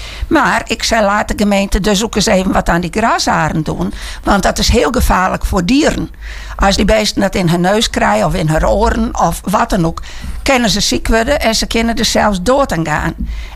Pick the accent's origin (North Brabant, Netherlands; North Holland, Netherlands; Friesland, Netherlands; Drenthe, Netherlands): Friesland, Netherlands; Harlingen; accent: Harlingers; ik ben een Harlinger en ik blijf een Harlinger en ik praat Harlingers.